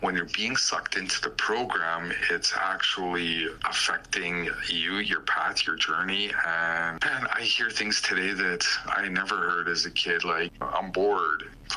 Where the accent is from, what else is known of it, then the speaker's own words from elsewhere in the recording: Manning, Alberta, Canada; I am from up in northern Alberta. I was born in Manning and come from a small community up there. that if you're driving up the Mackenzie Highway, you've passed right by my grandma's house. So yes, I'm a northern boy.